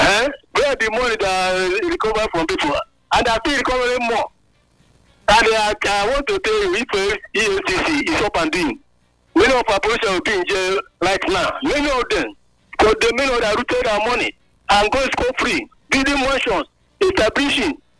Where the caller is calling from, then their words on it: Nigeria; I'm calling from Igwebe and local government.